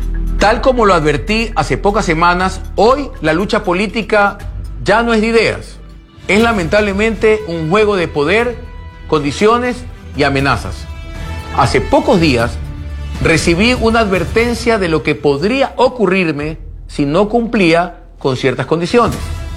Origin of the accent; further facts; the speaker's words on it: Guayaquil, Guayas, Ecuador; Como firme, libres y sin miedo, somos los guayaquileños.